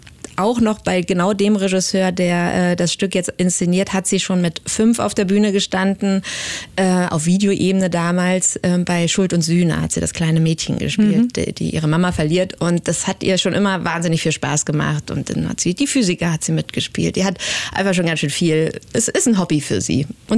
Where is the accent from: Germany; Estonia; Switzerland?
Germany; Hesse; born there; also born or lived in Potsdam; Und dann landeten wir zwischen Marburg und Kassel, also so in der hessischen P